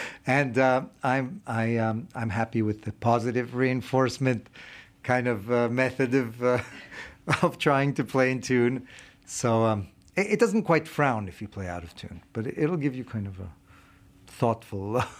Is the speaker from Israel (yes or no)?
yes; Israel; And so growing up in Israel, you know, once a week you would see my dad on TV